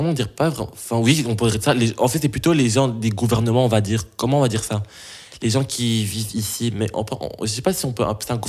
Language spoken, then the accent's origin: French; Belgium; born there; je suis belge, je suis né en Belgique